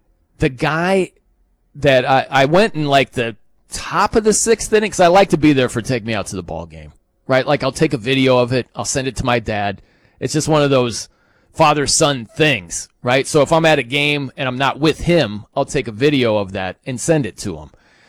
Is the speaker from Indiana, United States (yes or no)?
yes; South Bend, Indiana, United States; So I'm from South Bend, Indiana.